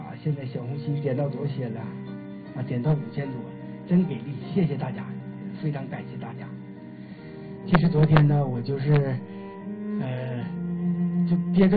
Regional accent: China

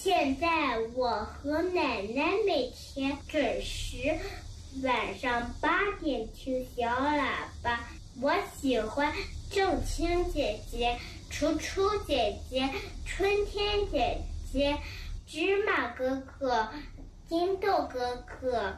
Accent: Jinan, Shandong, China; 我是来自山东济南的

